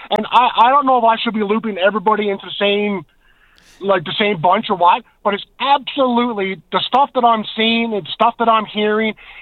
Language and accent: English; Newfoundland and Labrador, Canada; when they found out we're from Newfoundland, they kept saying how nice and how polite the people from Newfoundland and Labrador.